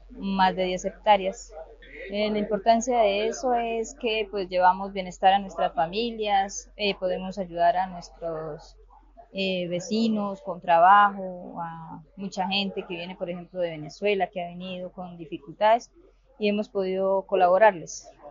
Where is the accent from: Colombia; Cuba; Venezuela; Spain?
Colombia; Valle de San José, Santander; vengo del municipio del Valle San José.